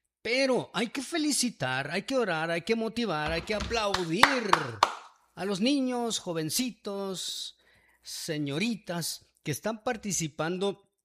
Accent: Guatemala; Siendo guatemaltecos

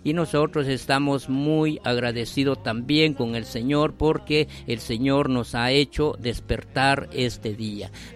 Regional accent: San Juan Sacatepéquez, Guatemala Department, Guatemala; allá en mi pueblo también, allá en San Juan Zacatepeques

